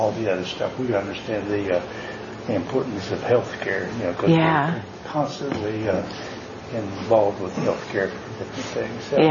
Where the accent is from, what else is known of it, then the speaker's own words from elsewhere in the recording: Coshocton, Ohio, United States; I'm from Coshocton, actually.